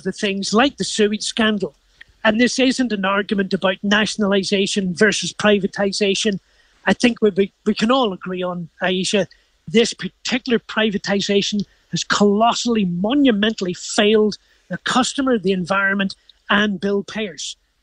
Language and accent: English; Ireland; However, just very, very quickly, as an Irishman, that's why I would watch the BBC cricket